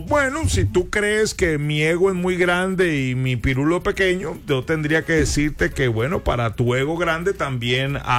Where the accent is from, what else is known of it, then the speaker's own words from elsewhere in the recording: Colombia; now in United States; O sea, cuando yo vivía en Bogotá, yo respetaba que yo vivía en otra ciudad. Soy colombiano, pero yo respeto que tiene sus costumbres y sus vainas.